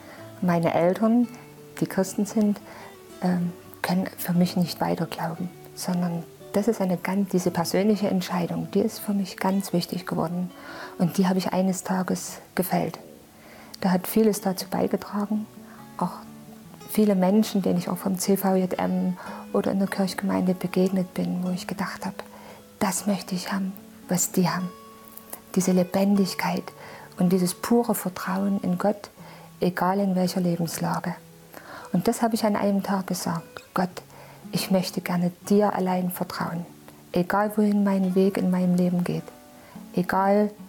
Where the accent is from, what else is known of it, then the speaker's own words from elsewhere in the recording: Chemnitz, Saxony, Germany; moved away as an adult; ich komme aus Chemnitz und ich wohne schon 25 Jahre hier, seitdem ich verheiratet bin.